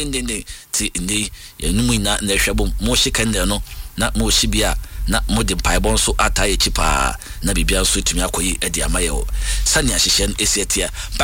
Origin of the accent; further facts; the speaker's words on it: Akropong, Eastern Region, Ghana; from Ekropon Equiapium.